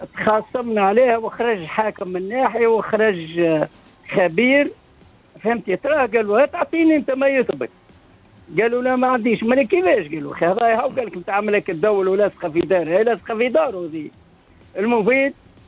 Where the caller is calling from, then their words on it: Siliana, Tunisia; القعفور ولايه سليانه